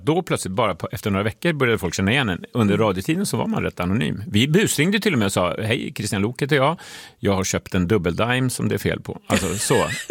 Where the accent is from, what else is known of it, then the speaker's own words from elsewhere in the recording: Estonia; now in Sweden; från Estland varje sommar när de är där, för vi är från Estland.